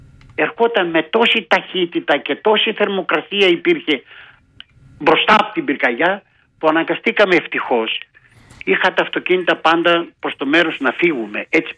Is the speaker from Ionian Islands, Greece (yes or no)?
no; Eirinikó, Central Macedonia, Greece; Είμαι στο χωριό μου, στο Κιλκής, λέγεται Ειρηνικό το χωριό.